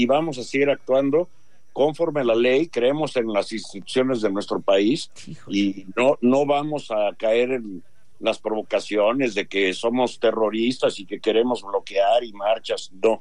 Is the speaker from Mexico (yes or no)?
yes; Mexico; Nosotros no queremos que un extranjero venga a decirnos qué hacer en nuestro país.